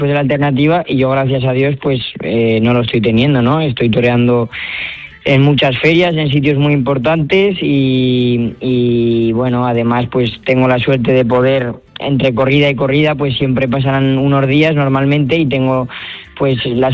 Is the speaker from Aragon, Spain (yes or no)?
yes; Zaragoza, Aragon, Spain; es Zaragoza y porque es mi tierra, ¿no?